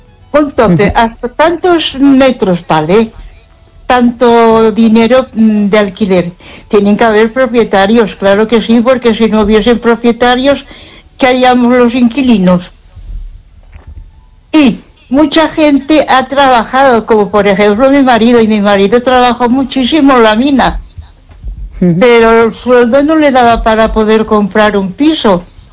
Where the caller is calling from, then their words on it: Catalonia, Spain; soy catalana y a mucha honra, porque además mis raíces son de allí